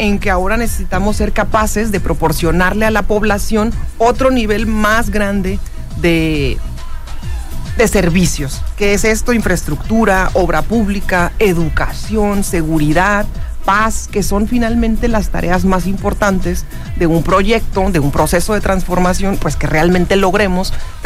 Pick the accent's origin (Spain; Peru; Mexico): Mexico; Mexicali, Baja California; soy cachanilla 100%, nacida en Mexicali, Baja California. Eso. Aquí crecí, aquí estudié Derecho en la UABC.